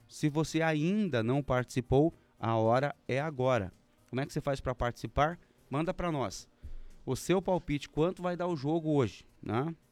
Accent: Brazil; somos brasileiros

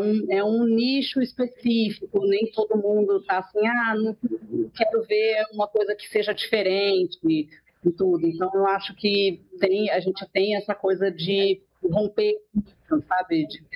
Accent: Brazil; moved away; somos brasileiros, falamos português.

